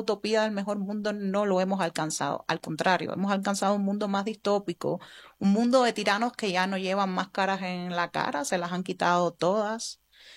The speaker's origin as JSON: {"language": "Spanish", "country": "Cuba", "moved": "yes", "said": "Yo temo sobre todo por la esperanza de mi pueblo. Es un pueblo muy bueno, el pueblo cubano."}